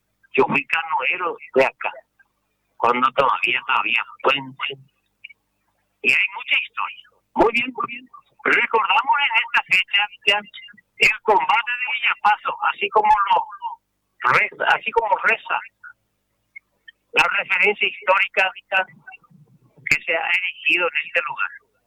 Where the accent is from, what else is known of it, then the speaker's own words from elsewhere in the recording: Paraguay; soy paraguayo